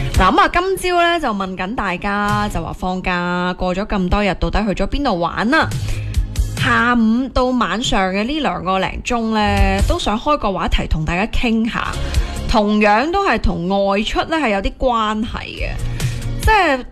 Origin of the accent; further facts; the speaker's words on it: China; 通常咧我哋中国人咧都比较内敛噶嘛，